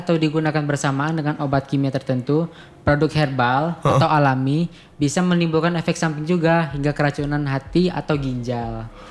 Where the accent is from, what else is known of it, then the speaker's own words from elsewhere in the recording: Bengkulu, Indonesia; moved away as an adult; now in Bukittinggi, Indonesia; orang Bengkulu.